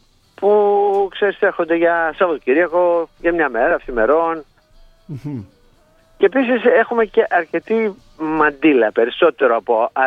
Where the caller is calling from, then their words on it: Alexandroupoli, Eastern Macedonia and Thrace, Greece